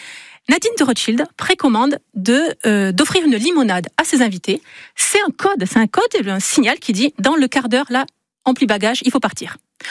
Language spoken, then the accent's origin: French; Nouvelle-Aquitaine, France; moved away as an adult; now in Basque Country, France; Ça a commencé quand je suis arrivée au Pays Basque. J'ai épousé l'homme le plus génial sur Terre. Je viens du Béarn.